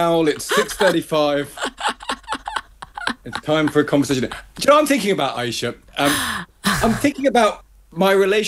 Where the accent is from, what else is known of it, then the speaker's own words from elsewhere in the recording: United Kingdom; I'm very proud of Britain and being British